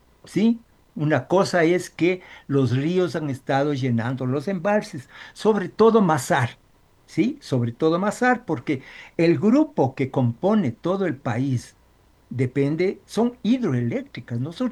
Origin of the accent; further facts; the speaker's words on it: Ecuador; yo soy un ecuatoriano